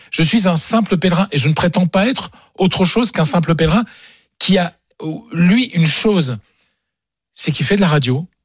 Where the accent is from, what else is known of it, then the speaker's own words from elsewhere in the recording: Hauts-de-France, France; grand-mère, c'est une ch'ti. Donc, elle parlait le patois ch'ti, ce qu'on appelle le picard, parce qu'on est du Pas-de-Calais.